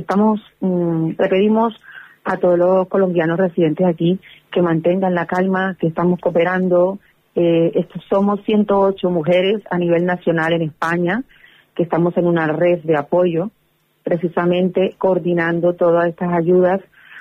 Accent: Cartagena, Bolívar, Colombia; Yo soy de Cartagena de Indias, inmediatamente llamé a mi madre

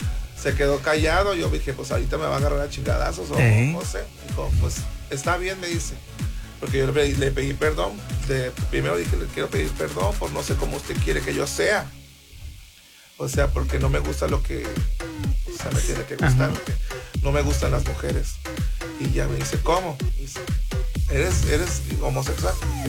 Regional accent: San Blas, Nayarit, Mexico; now in Puerto Vallarta, Mexico; Mira, yo soy originario de San Blas, Nayarit.

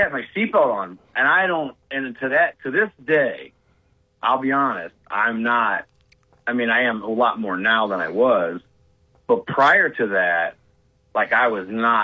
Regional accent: Akron, Ohio, United States; I'm a city slicker. I was, you know, born and raised in Akron, Firestone Park area.

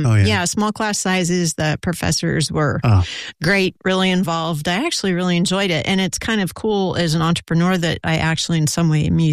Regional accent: Rio Dell, California, United States; also born or lived in Long Beach / Los Angeles; So I actually grew up in Rio Del, which kind of a dubious reputation, but gorgeous, gorgeous location for a town. We were right above the river

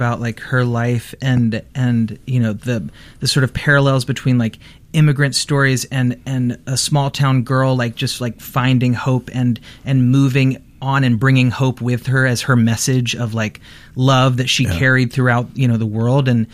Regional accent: Tennessee, United States; I'm here in my hometown radio talking to you, and like a radio station has played … so many times. Like this is, there's so much circle of life happening inside of this moment. It just feels like so tender to be a Tennessean today.

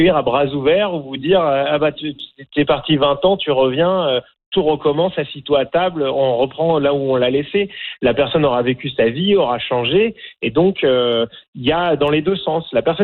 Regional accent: France; accent: French of France; moved away as an adult; now in Canada; J'ai un accent français de France. Pourtant, ça va faire 20 ans, plus de 20 ans que je vis au Canada, que je suis canadien

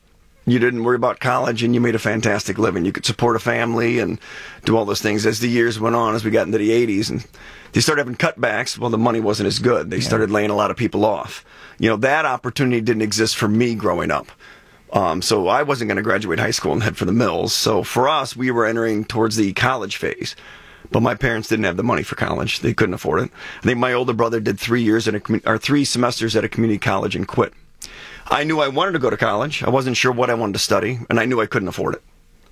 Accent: Indiana, United States; Yeah, I grew up in Northwest Indiana. Kind of a smaller community.

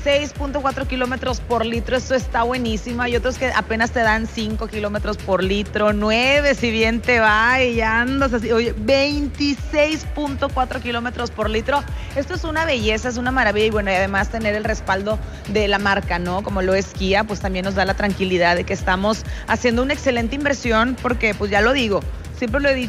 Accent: Mexico

